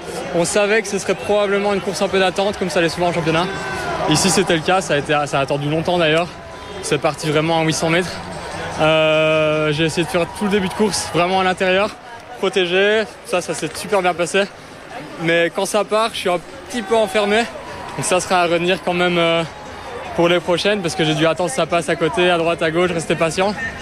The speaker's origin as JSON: {"language": "French", "country": "Belgium", "said": "mes racines sont belges. Je le dois au Luxembourg parce que c'est eux qui m'ont accueilli. Mais effectivement, je m'entraîne en Belgique. J'habite en Belgique. Je suis belge aussi."}